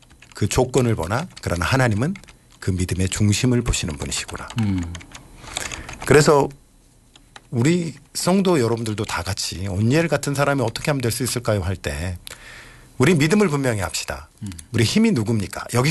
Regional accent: Yeosu, South Jeolla, South Korea; moved away; 제 고향이 여수니까

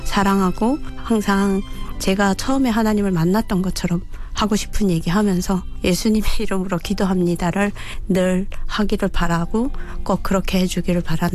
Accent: North Korea; now in South Korea; 저희는 북한이라는 사회는 공동체. 한 사람이 벌어서 여러 네. 먹여 살리는.

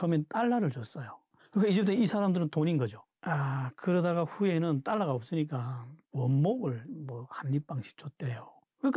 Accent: North Korea; moved away; 너도 북한에서 왔어 이렇게. 대충 해서 우리 종이공장 사람들이 다 이게 제가 북한에서 온거 알게 됐어요.

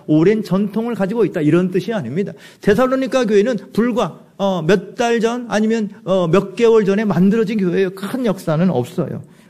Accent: South Korea; 저는 순수한 토종 한국인인데

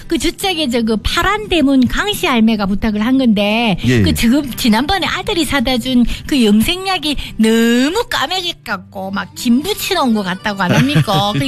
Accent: Busan, South Korea; 예, 제가 부산 출신 아니겠습니까?

